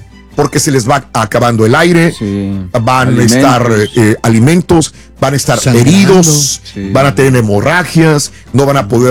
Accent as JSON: {"language": "Spanish", "country": "Mexico", "said": "disfrutamos los mexicanos"}